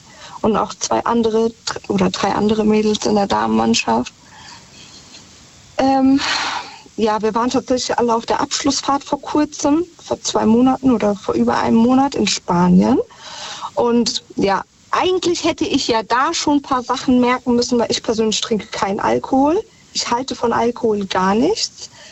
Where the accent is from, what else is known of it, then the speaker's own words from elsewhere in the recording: Germany; born there; Und ich bin aber in Deutschland geboren. Ich bin ja Südlände